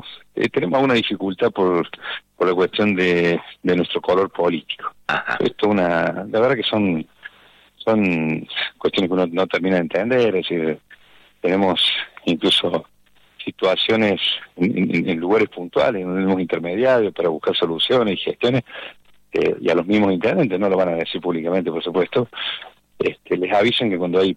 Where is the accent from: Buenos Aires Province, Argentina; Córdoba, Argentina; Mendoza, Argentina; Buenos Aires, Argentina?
Córdoba, Argentina; moved away; Yo soy de otro departamento, originalmente soy de Calamuchita